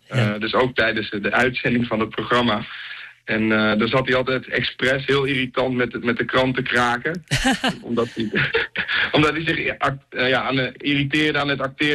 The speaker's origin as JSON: {"language": "Dutch", "region": "Flevoland", "country": "Netherlands", "tie": "born there", "also_born_or_lived": "Lelystad / Almere", "said": "toen we in Lelystad woonden en ook later in Almere."}